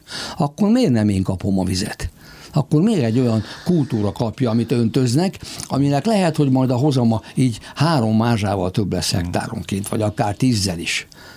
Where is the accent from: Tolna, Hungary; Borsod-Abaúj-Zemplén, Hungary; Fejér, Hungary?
Fejér, Hungary; Ercsi; born there; Elcsibe születtem, a szívem csücske.